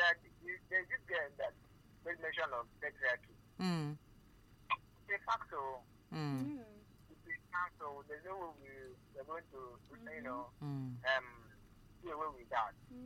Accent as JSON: {"language": "English", "region": "Anambra", "country": "Nigeria", "said": "from Anambra."}